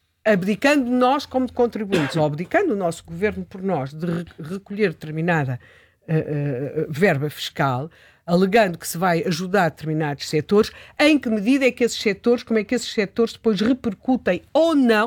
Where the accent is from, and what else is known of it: Portugal